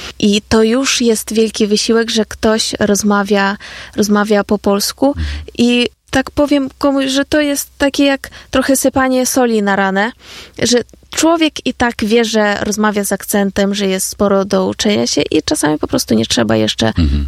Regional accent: Ukraine; Polish is a second language; moved away as an adult; now in Poland

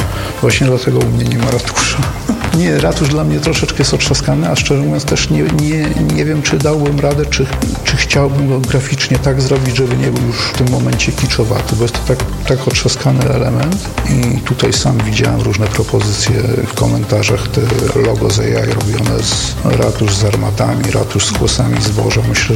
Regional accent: Zamość, Lublin Voivodeship, Poland; born there; Jestem z Zamościa. To jest, mimo że mieszkam poza Zamościem większość życia, ale to jest miasto moje, w którym się urodziłem, jestem związany

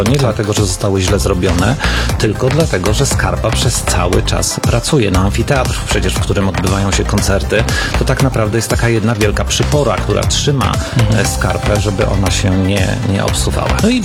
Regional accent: Płock, Masovian Voivodeship, Poland; u nas w Płocku

